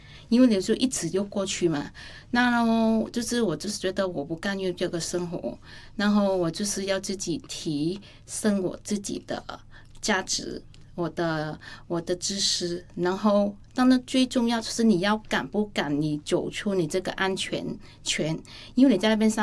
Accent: Vietnam; 我说不是、我是从越南来的。

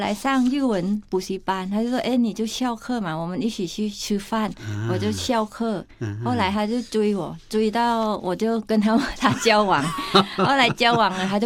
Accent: Thailand; Chinese is a second language; 但我就说我想念我的家乡菜。

